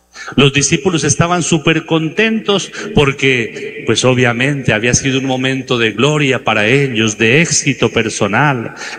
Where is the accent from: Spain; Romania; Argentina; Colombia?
Colombia; Neiva, Huila; somos muy afortunados, Dios cuánto nos quiere aquí a los huilenses, a los de Neiva, porque aquí no pasó, gracias a Dios, absolutamente nada.